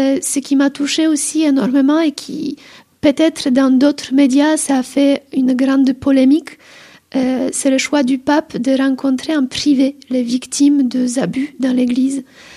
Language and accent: French; Poland; moved away; je suis polonaise